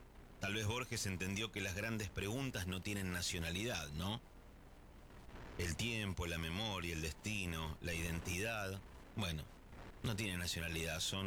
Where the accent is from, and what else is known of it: Argentina